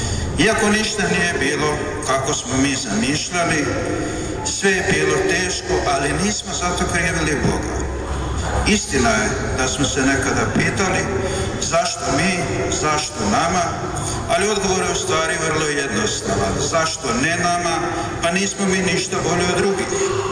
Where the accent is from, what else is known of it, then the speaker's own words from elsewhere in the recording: Gradište, Vukovar-Syrmia County, Croatia; Dolazimo iz tu iz Slavonije, iz županskog kraja, iz sela Gradišta, iz župe Svetog Franje.